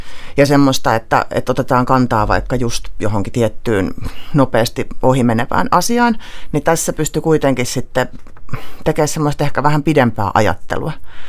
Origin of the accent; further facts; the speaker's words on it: Helsinki, Uusimaa, Finland; mistä mä oon ihan kotoisin, missä asuttiin äidin ja siskon kanssa ja isäpuolen kanssa, niin me oltiin siellä niinku aivan siis oikeasti Itä-Helsingissä.